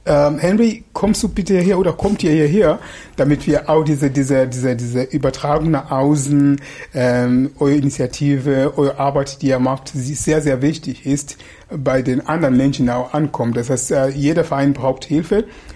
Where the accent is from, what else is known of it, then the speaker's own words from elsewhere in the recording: Erfurt, Thuringia, Germany; Ja, als Erfurter muss ich ein bisschen schlecht.